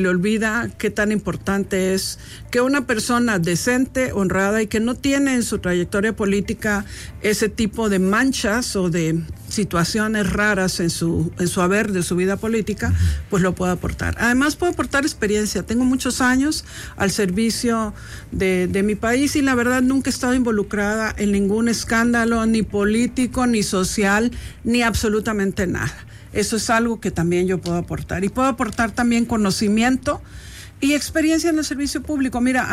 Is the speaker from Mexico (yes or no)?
yes; Mexico; los mexicanos decidimos qué queremos en nuestro país